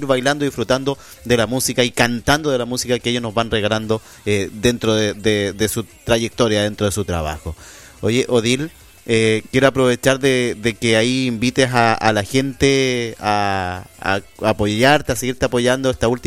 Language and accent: Spanish; Chile